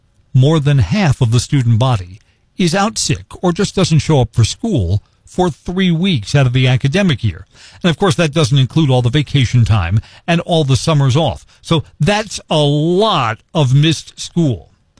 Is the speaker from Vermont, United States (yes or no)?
no; New York City, New York, United States; moved away; I grew up in Gravesend. Gravesend is a neighboring community not far from Coney Island.